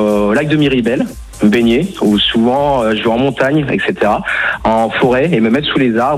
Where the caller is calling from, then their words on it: Auvergne-Rhône-Alpes, France; Je suis de Turin, dans les monts du Lyonnais.